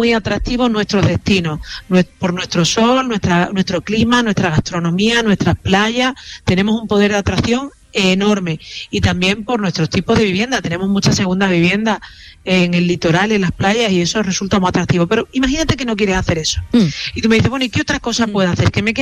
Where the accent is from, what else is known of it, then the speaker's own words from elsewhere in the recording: Andalusia, Spain; accent: Andalusian; El 80% de las casas cuevas que hay en Europa están en España y sobre todo en mi tierra, en Andalucía. Tú verás que siempre pongo el acento andaluz.